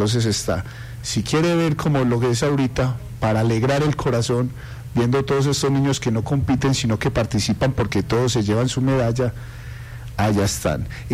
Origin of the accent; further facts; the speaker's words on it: Guarne, Antioquia, Colombia; nosotros somos de Guarne, somos hijos de comerciantes de guarneños